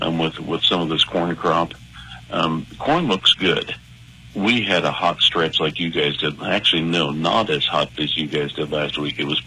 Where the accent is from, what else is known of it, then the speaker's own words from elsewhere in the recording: Hopkins, United States; My little hometown of Hopkins